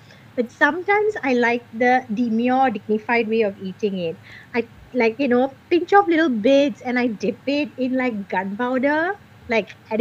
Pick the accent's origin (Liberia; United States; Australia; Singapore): Singapore; born and bred in Singapore, where life is efficient, fast and highly productive